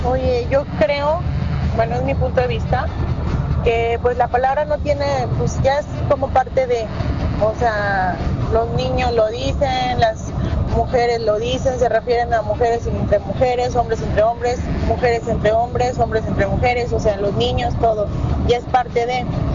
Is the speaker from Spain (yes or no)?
no; northern Mexico, Mexico; También los del norte hablamos muy fuerte y vas a otro estado y te dicen, ay, estás gritando, o sea, pero pues no es grita, no estás enojado, es que así se habla aquí en el norte.